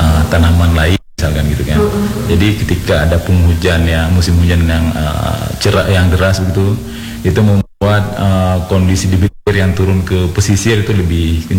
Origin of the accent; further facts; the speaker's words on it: Banda Aceh, Aceh, Indonesia; Oh, saya dari Banda Aceh Kak.